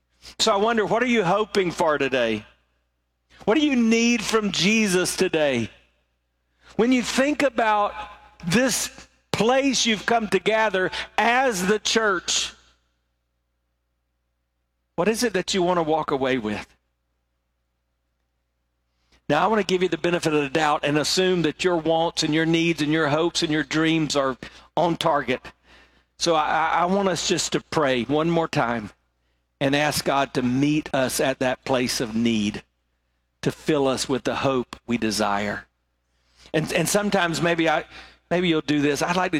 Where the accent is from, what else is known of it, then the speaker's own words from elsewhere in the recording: the South, United States; I grew up in the South